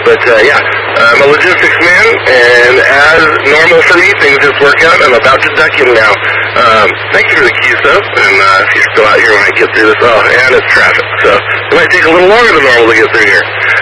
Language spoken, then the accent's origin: English; Renton, Washington, United States; I'm a Renton native, born and raised there, and I work in Renton.